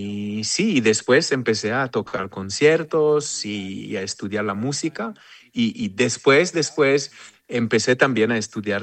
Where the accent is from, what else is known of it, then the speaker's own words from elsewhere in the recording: Israel; soy israelí.